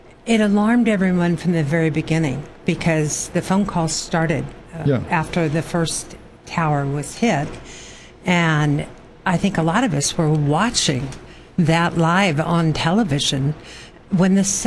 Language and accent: English; Central Valley, California, United States; I grew up in the Central Valley, and we, you know, everybody had little Cessnas and planes.